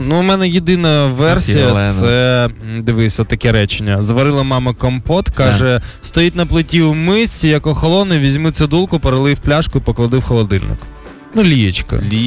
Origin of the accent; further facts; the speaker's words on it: Poltava, Poltava Oblast, Ukraine; Мою Полтаву не чіпай